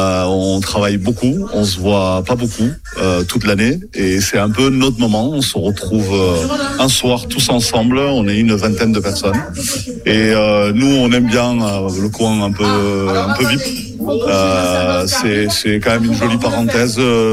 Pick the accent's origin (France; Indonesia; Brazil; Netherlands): France; Albi, Occitanie; nous, en tant qu'albigeois